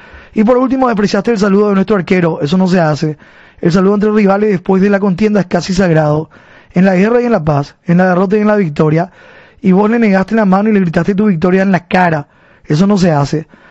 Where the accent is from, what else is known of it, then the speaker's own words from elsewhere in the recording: Paraguay; Yo soy senadora de la Nación Paraguaya, electa con votos. Antes fui diputada nacional, también electa con votos. Miles de paraguayos y paraguayas me votaron y me consideran su voz.